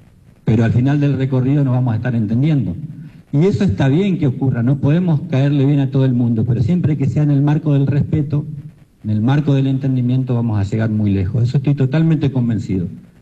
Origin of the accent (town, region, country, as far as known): Junín de los Andes, Neuquén, Argentina; born or raised there